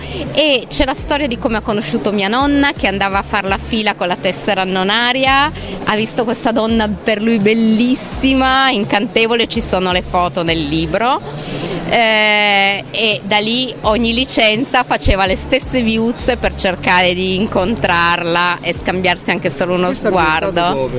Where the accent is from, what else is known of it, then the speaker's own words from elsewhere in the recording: Piedmont, Italy; born there; I miei genitori sì, io sono già nata in Piemonte.